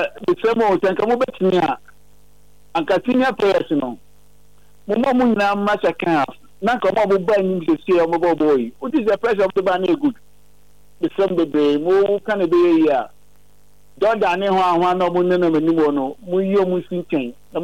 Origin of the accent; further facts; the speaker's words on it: Obuasi, Ashanti, Ghana; I'm from the Kingston, Kasefri, Obuasi.